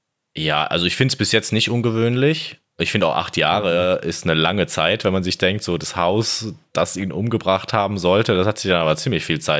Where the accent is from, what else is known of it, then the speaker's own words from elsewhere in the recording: Trentino-Alto Adige, Italy; Ist jetzt auch nicht so weit entfernt von meiner Heimat Südtirol.